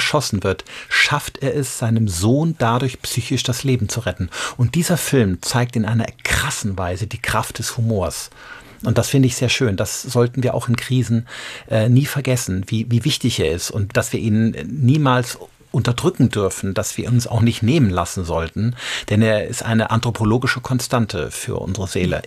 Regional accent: Rhineland, Germany; Ich komme aus dem Rheinland

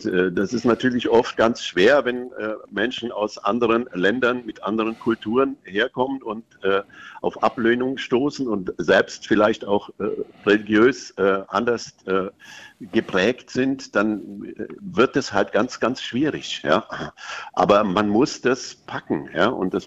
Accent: Germany; also ich sage jetzt mal, ich als Deutscher mich zu Hause fühle

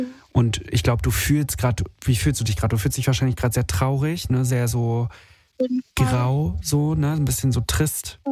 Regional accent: Berlin, Germany; Ah ja, ich komm auch aus Berlin.

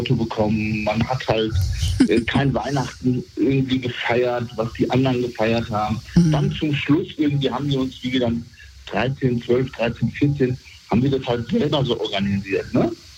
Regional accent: Bad Soden am Taunus, Hesse, Germany; wir sind in Bad Soden am Taunus groß geworden

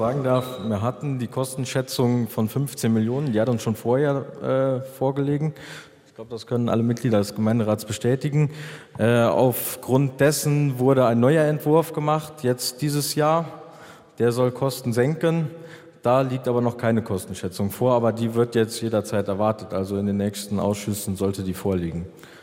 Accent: Beckingen, Saarland, Germany; Ich bin selbst hier in Beckingen in der Grundschule zur Schule gegangen.

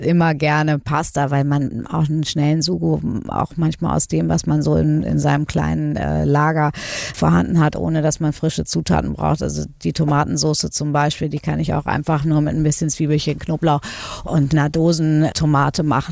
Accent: Hamburg, Germany; Vielleicht ist das auch natürlich meine Heimat Hamburg. Wir sind am Wasser.

